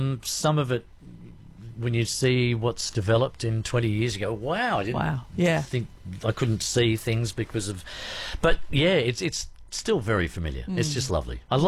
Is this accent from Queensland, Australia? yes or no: no; Sydney, New South Wales, Australia; moved away; also born or lived in Newcastle / Tamworth; And Tamworth, it was the one and only time I've lived outside a city. I grew up in Sydney, lived mostly in Newcastle. I've been around the traps. But my 3 years here in the New England, in Tamworth, was just, it was magic.